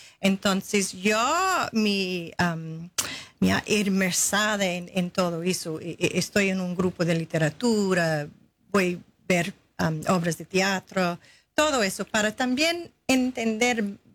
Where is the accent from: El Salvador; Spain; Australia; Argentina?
Australia; South Australia; Spanish is a second language; also born or lived in Sydney; Bueno, yo nací en Sydney y yo viví en Sydney hasta a los 11 años. Después mi familia sí trasladé al sur, South Australia.